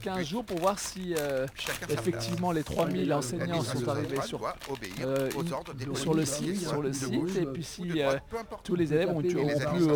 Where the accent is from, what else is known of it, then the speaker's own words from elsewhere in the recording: Montreuil, Île-de-France, France; born there; also born or lived in Paris; Jusqu'à mes 6 ans, je sortais de bidonville, des bidonvilles. Et la première bâtisse, entre guillemets, sans eau, mais en dur, c'était à Montreuil.